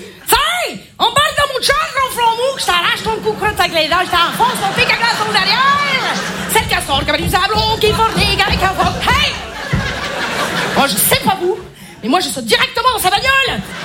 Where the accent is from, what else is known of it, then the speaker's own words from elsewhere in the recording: Marseille, Provence-Alpes-Côte d'Azur, France; accent: Marseille; Ah, je m'y connais, un accent, je suis marseillaise.